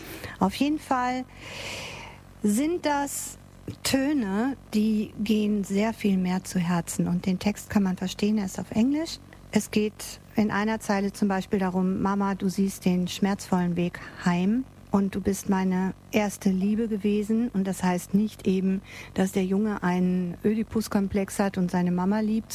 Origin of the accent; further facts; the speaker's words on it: Germany; Ich bin selber Deutsche